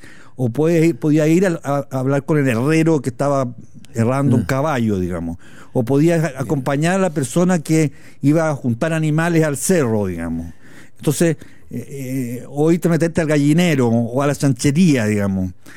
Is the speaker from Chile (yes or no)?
yes; Colín, Maule, Chile; Cerca de Talca, cerca a 15 kilómetros de Talca.